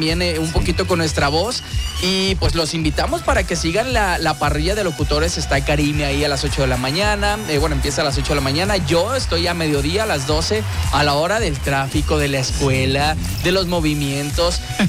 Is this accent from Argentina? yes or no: no; Guadalajara, Jalisco, Mexico; born or raised there; now in Ciudad Juárez, Mexico